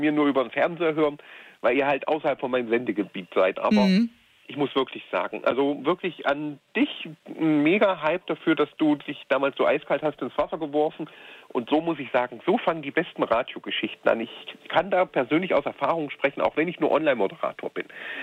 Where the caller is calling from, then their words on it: Erfurt, Thuringia, Germany; ich komme aus Erfurt